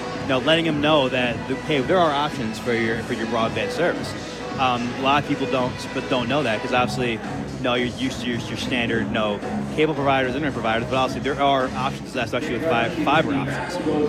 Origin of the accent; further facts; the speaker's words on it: Binghamton, New York, United States; I grew up in Binghamton